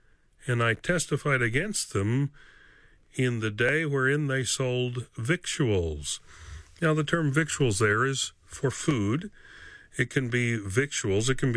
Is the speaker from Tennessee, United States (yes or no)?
yes; Tennessee, United States; when I grew up in Northeast Tennessee as a youngster